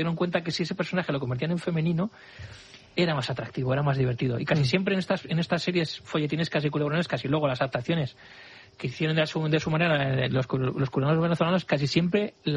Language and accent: Spanish; El Pozuelo, Castilla-La Mancha, Spain; Yo recuerdo un verano en mi pueblo en Cuenca, en el Pozuelo